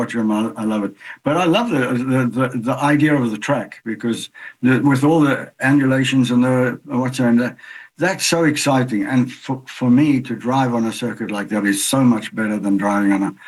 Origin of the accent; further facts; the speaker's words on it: South Africa; I grew up in South Africa, and yes. South Africa was racing right all the time. I mean, in our little hometown.